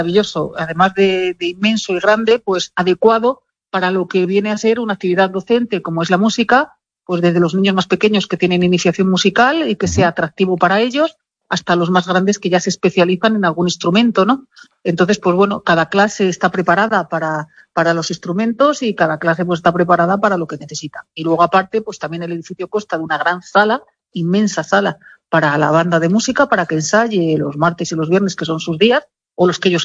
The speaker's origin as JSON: {"language": "Spanish", "town": "Alfacar", "region": "Andalusia", "country": "Spain", "said": "En Alfacar todos tenemos apodos."}